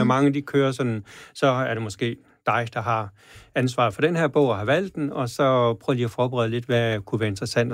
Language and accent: Danish; Central Denmark Region, Denmark; den bog, den minder mig faktisk om, da jeg voksede op på Djursland og var en lille dreng